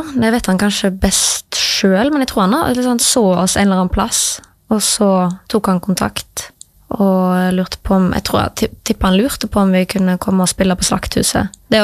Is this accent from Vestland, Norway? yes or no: yes; Kvinnherad, Vestland, Norway; Jeg kom jo fra Kvinnherad og kjente jo ingen.